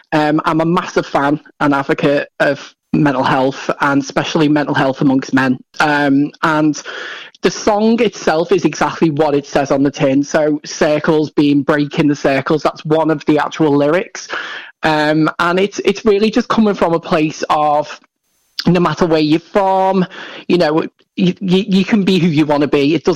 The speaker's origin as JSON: {"language": "English", "town": "Liverpool", "region": "North West England", "country": "United Kingdom", "said": "I'm originally based from Liverpool, so I'm a Scouser, just like 30 Talk or Charlotte."}